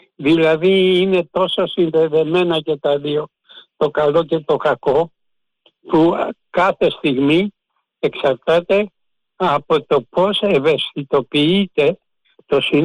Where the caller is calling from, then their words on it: Kallithea, Attica, Greece; από την Καλλιθέα.